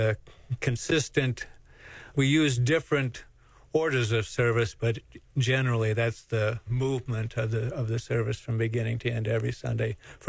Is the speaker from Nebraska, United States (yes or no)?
yes; Nebraska, United States; now in Johnson City, United States; I came here from Nebraska, where you couldn't throw a rock without hitting a Lutheran